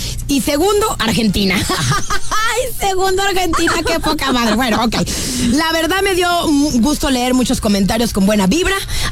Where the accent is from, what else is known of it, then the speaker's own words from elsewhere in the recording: Mexico; como somos los mexicanos